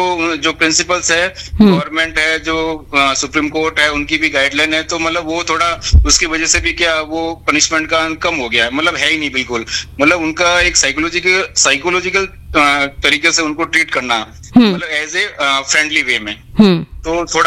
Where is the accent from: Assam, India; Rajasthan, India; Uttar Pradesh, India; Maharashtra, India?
Rajasthan, India; Jodhpur; मैं राजस्थान से हूँ, जोधपुर का रहने वाला